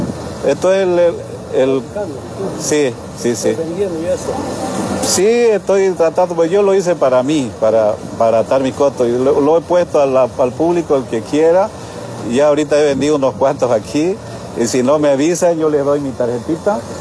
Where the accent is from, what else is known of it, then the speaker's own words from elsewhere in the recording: Yapacaní, Santa Cruz, Bolivia; Yo vengo de Yapacaní